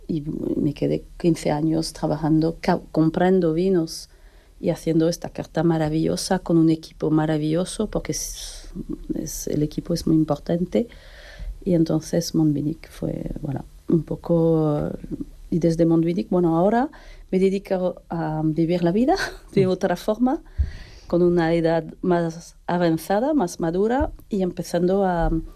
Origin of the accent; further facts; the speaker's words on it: France; Spanish is a second language; moved away as an adult; also born or lived in Germany / England / London; mi pueblo está a una hora de Saumur.